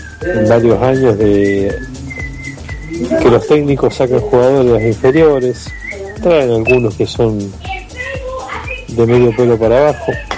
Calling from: Villa Constitución, Santa Fe, Argentina; de Villa Constitución.

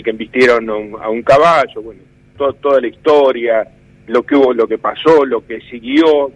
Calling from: Santa Fe, Argentina; nosotros somos de Santa Fe

